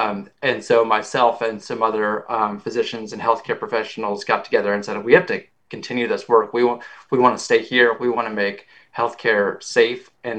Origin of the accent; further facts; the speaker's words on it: Oregon, United States; I'm originally from Oregon, went to medical school in California